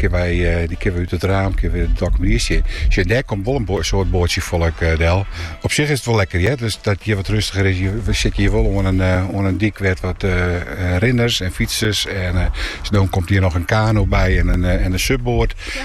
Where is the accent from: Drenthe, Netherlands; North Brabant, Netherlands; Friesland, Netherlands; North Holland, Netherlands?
Friesland, Netherlands; Leeuwarden; En ik kwam uit Duzenboy, ik kwam uit Ljout.